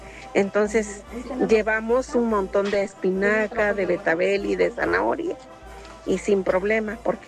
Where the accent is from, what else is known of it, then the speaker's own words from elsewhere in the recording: Xochimilco, Mexico City, Mexico; also born or lived in Toluca, State of Mexico; yo soy del estado de Toluca, pero vivo en Xochimilco desde muy pequeña y sembramos las verduras.